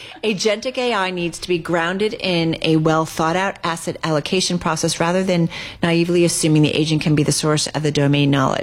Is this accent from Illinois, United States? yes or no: no; New York, United States; I grew up in suburbs outside New York City